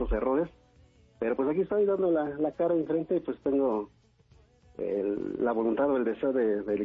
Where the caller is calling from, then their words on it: Santiago Tianguistenco, State of Mexico, Mexico; Aquí en Santiago Tengo, municipio de aquí de Tengo.